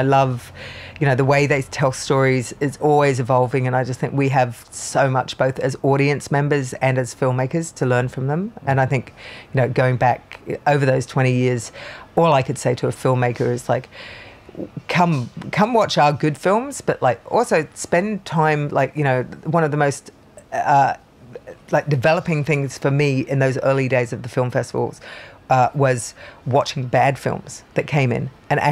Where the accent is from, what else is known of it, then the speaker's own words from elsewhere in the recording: Byron Bay, New South Wales, Australia; I'm from Byron Bay.